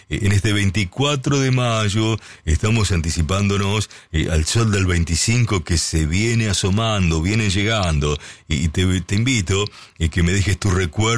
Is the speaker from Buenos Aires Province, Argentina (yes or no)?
yes; Lincoln, Buenos Aires Province, Argentina; born there; moved away; mi casa de la ciudad de Lincoln. Mejor dicho, la casa de mis viejos en la ciudad de Lincoln.